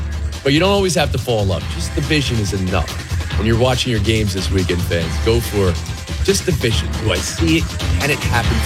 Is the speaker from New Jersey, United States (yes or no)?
yes; New Jersey, United States; This is Drazen Petrovic here. a player I grew up with in Jersey.